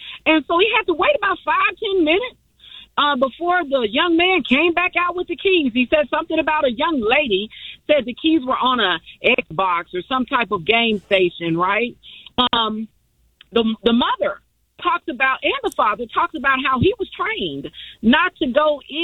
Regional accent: Mississippi, United States; I am from the Mississippi Delta area, and we are up in the north end of the state.

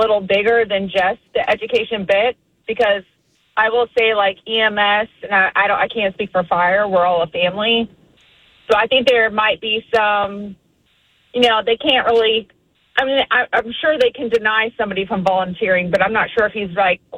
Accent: Florida, United States; now in Maryland, United States; I'm from Florida originally, moved to Maryland, and the schools are a little wild here.

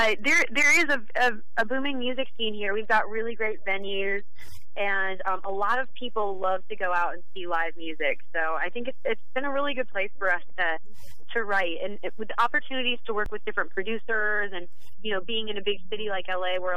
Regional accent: Wichita, Kansas, United States; now in Los Angeles, United States; Yeah, I'm from Wichita, Kansas.

